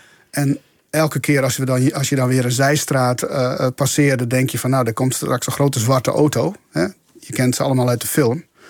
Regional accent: Friesland, Netherlands; Ik ben Fries, dus ik ben voor hen Heid.

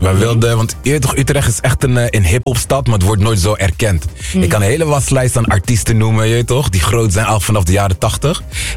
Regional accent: Aruba; born there; Ik ben op Aruba geboren, maar mm-hmm, ik noem mijzelf altijd Afrikaan.

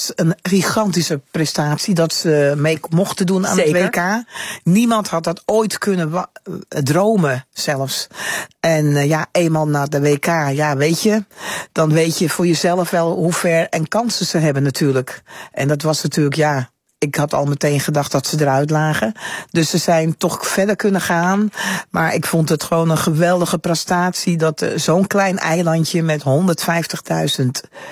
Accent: Curaçao; moved away; Wat voor mij toen in mijn jeugd heel belangrijk was, was bijvoorbeeld dat wij altijd naar Vaarsenbaai gingen. Mijn hele jeugd. En dat was vroeger een politiebaai op Curaçao.

